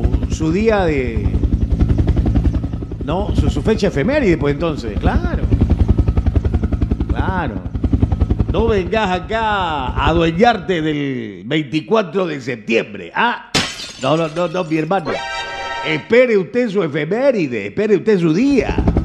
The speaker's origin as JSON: {"language": "Spanish", "region": "Santa Cruz", "country": "Bolivia"}